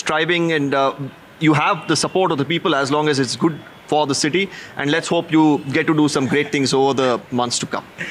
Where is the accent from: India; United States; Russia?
India; Bengaluru, Karnataka; For both of us being born and brought up in Bengaluru